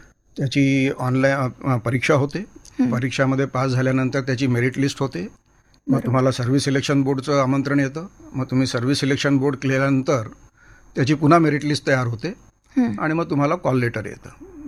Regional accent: Nagpur, Maharashtra, India; माझा जन्म आणि शिक्षण नागपुरात झालं आहे.

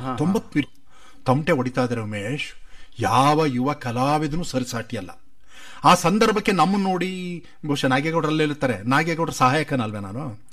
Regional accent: Mandya, Karnataka, India

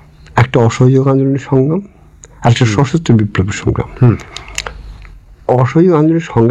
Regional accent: Rajpur, West Bengal, India; আমি যে পরিবেশে মানুষ হয়েছি রাজপুর ইউনিভার্সিটির আন্ডারে

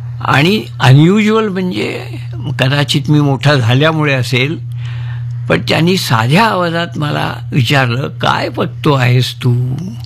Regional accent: Pune, Maharashtra, India; born there; also born or lived in Belgaum; हा माझा जन्म तसा पुण्यातला, 39 साली मी पुण्यात जन्मलो, बघ, 5-6 वर्षाचा असताना वडिलांना बेळगावला, त्यावेळेला मुंबई इलाखा होता

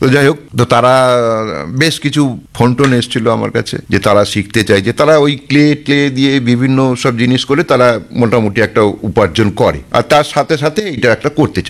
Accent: Serampore, West Bengal, India; আমি আমার বাড়ি শ্রীরামপুর, শ্রীরামপুরে ঘরে বসে আমি এটাকে সেল।

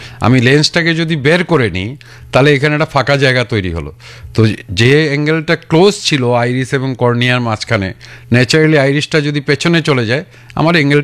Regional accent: India

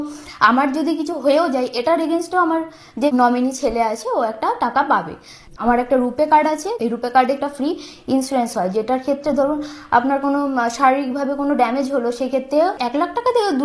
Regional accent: Chinsurah, West Bengal, India; আমার বাড়ি চুঁচুড়া।

